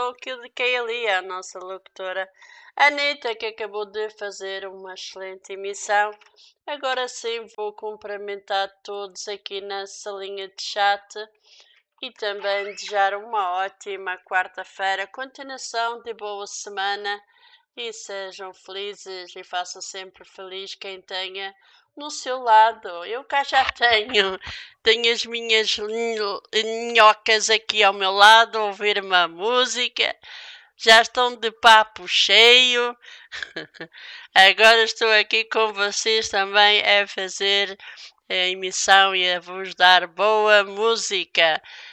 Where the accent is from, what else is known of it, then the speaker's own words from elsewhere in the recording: Madeira, Portugal; now in mainland Portugal; Um grande beijinho para a Madeira, para a minha terra natal, para a terra onde eu vim nascer. Um grande beijinho, um abraço grande nos Madrances. Eu sou também madeirense